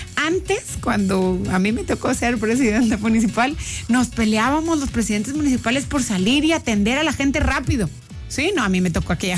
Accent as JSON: {"language": "Spanish", "town": "Monterrey", "region": "Nuevo León", "country": "Mexico", "said": "porque además así somos los regios."}